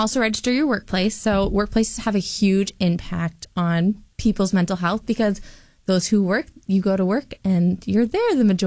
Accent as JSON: {"language": "English", "town": "West Des Moines", "region": "Iowa", "country": "United States", "tie": "born or raised there", "said": "I was born and raised in West Des Moines."}